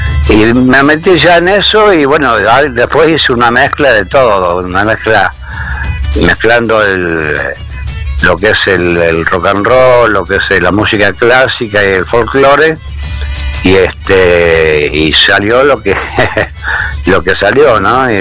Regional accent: Bernal, Buenos Aires Province, Argentina; yo soy de Bernal, que es partido de Quilmes, de la provincia de Buenos Aires.

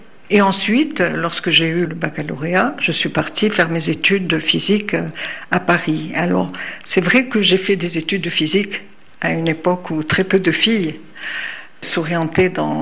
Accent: Sfax, Sfax Governorate, Tunisia; born there; Je suis née à Sfax, donc une ville plutôt conservatrice. Souvent, on dit que c'est une des grandes villes les plus conservatrices. Je suis née en 1941, donc en pleine colonisation, en fait.

